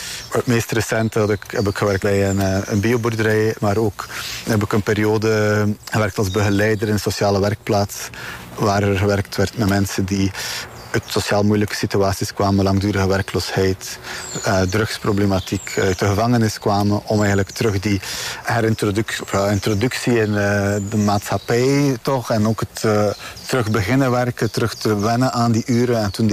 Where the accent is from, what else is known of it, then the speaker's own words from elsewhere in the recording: Flanders, Belgium; accent: West Flemish; Ik kom uit West-Vlaanderen, zoals je misschien wel kan horen tijdens het gesprek.